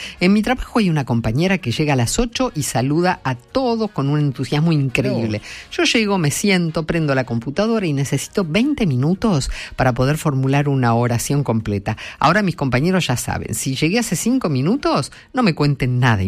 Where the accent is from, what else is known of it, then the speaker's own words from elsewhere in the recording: Posadas, Misiones, Argentina; Hola, encendido … de Posadas.